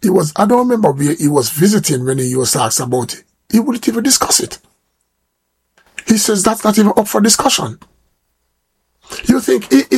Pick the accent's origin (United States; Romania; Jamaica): Jamaica; born there; How comes when we were born, Jamaica was being ruled by British?